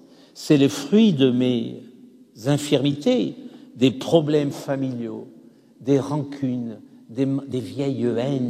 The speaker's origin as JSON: {"language": "French", "country": "France", "moved": "yes", "lives_now": "Campinas, Brazil", "said": "Je suis français, j'habite le Brésil depuis 40 ans, à Campinas, dans le sud du Brésil. Campinas est une ville de 2 millions d'habitants à 80 km de São Paulo."}